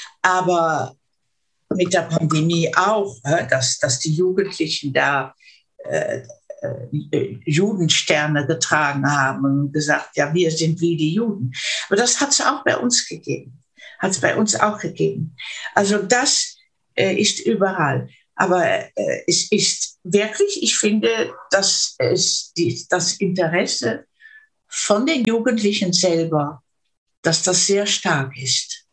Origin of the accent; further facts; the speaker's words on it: Netherlands; German is a second language; ich bin ja Niederländerin, ne? Ab und zu ist es nicht so einfach, um mich auf Deutsch richtig auszudrücken